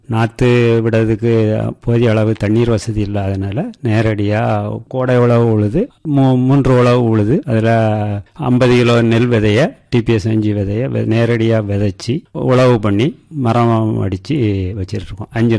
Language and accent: Tamil; Thiruppathisaram, Tamil Nadu, India; எனது சொந்த ஊர் திருப்பதி சாரம். என் வயது 66.